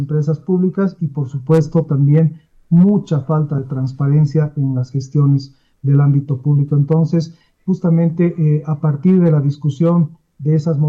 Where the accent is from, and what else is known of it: Bolivia